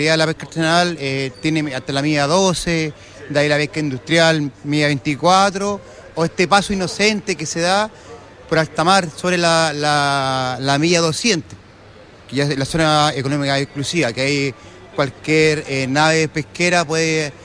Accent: Valparaíso, Chile; moved away as an adult; now in Iquique, Chile; yo soy de Valparaíso.

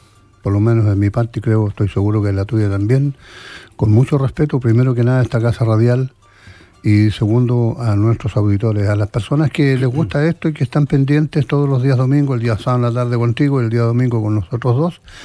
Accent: Chile; Es un deber como hombre, un deber como soldado, un deber como chileno.

